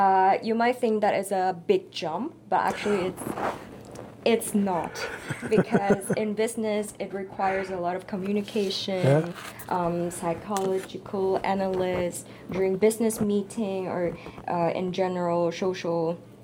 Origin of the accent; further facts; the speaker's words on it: Hong Kong; English is a second language; moved away as an adult; now in Vienna, Austria; So, I grew up in Hong Kong. I finished my study in Hong Kong.